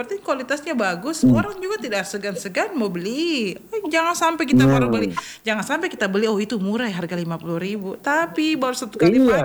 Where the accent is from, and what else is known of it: Toli-Toli, Central Sulawesi, Indonesia